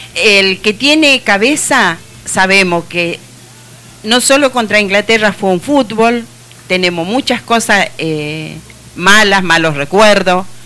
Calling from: Argentina; como argentina que soy.

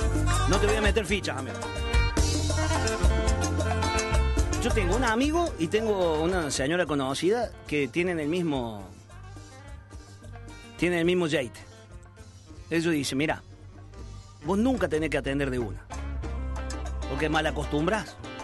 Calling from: General Rodríguez, Buenos Aires Province, Argentina; Hola, pulenta, querido … de General Rodríguez, Buenos Aires.

